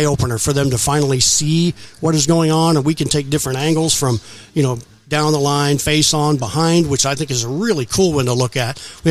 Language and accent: English; Manhattan, Kansas, United States; moved away; growing up in Manhattan, Kansas